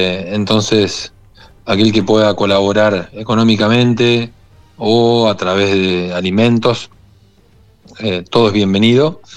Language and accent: Spanish; Santa Fe, Argentina